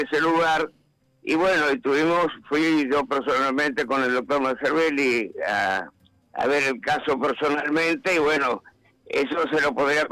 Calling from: Pilar, Buenos Aires Province, Argentina; estamos a una cuadra del Hospital Austral para que usted se ubique geográficamente

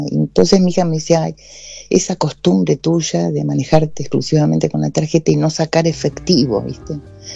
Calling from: Ciudadela, Buenos Aires Province, Argentina; de Citibel.

